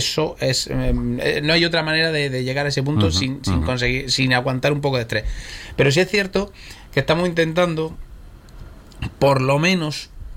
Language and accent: Spanish; Andalusia, Spain; Sí, es que sí, es que somos andaluces.